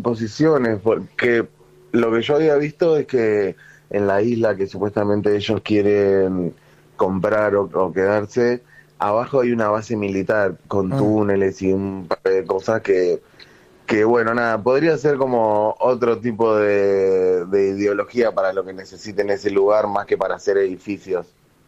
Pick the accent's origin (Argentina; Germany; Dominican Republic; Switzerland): Argentina; moved away as an adult; now in Vlorë, Albania; Yo lo veo desde el lugar de alguien que vive acá, ¿no? O sea, siendo argentino.